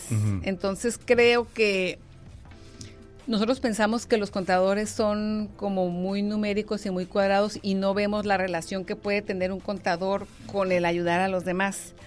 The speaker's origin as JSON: {"language": "Spanish", "town": "Tijuana", "region": "Baja California", "country": "Mexico", "tie": "born or raised there", "also_born_or_lived": "Querétaro", "said": "Estudié la primaria en el Colegio La Paz, en Tijuana. Uh-huh. La secundaria también. En la prepa estuve fuera de Tijuana. Mi familia nos fuimos a Querétaro. Y okay. Luego regresé a la universidad y aquí estudié en la UABC."}